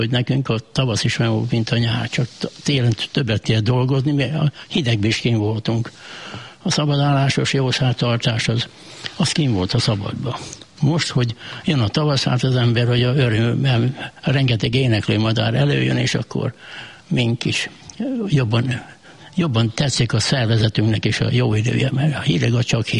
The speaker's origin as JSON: {"language": "Hungarian", "town": "Dévaványa", "region": "Békés", "country": "Hungary", "tie": "born or raised there", "said": "Igen, ezen részen születtem, itt volt a nagyapámnak a tanyáire"}